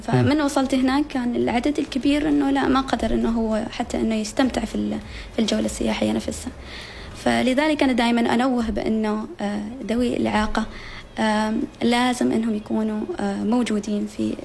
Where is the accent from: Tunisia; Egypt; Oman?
Oman; نحن كشعب عماني عندنا التقاليد والثقافة شيء أساسي.